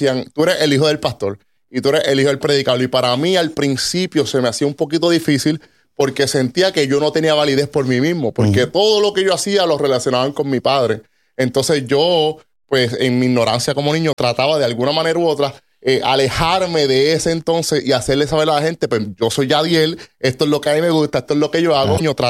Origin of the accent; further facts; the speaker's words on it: Isabela, Puerto Rico; also born or lived in Aguadilla, Puerto Rico; Soy de noroeste de Puerto Rico. Soy nacido en Aguadilla, pero criado en Isabela. Junto con mis padres, mis hermanos, tengo dos hermanos mayores. Yo soy el menor de la casa y junto con … … Vengo de este humilde pueblo